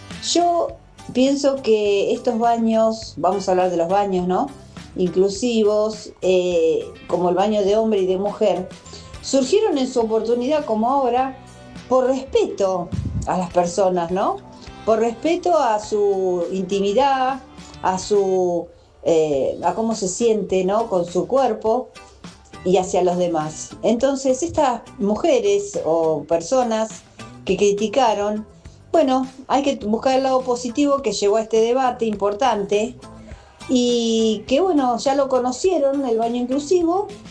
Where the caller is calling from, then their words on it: Burzaco, Buenos Aires Province, Argentina; de Bursaco.